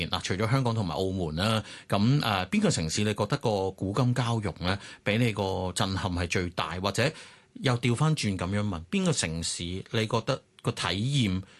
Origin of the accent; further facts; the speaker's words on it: Guangdong, China; 咁但係我哋廣東人食粵菜，粵菜好精湛噶嘛。